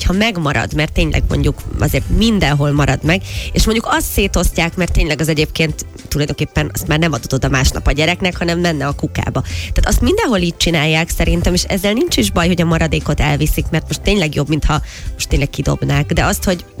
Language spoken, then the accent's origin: Hungarian; Budapest, Hungary; én ugye a 18. kerületben nőttem föl